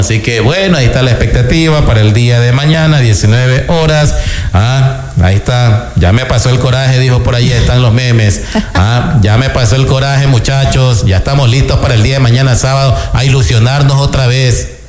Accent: Ecuador; Hasta mientras esté participando la selección ecuatoriana de fútbol, ahí como buenos ecuatorianos toca estar ahí alentando, apoyando.

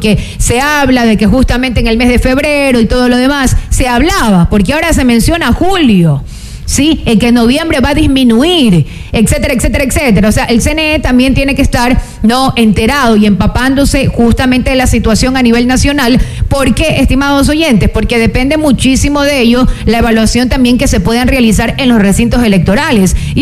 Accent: Ecuador; Como buen ecuatoriano, todo dejamos a última hora

